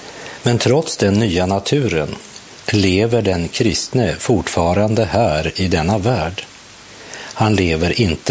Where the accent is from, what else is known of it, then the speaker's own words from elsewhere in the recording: Sweden; Jag är ju svensk medborgare, samtidigt är jag medborgare i himlen.